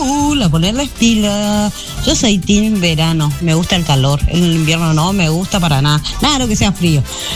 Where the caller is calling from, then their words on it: Mercedes, Corrientes, Argentina; de Mercedes Corriente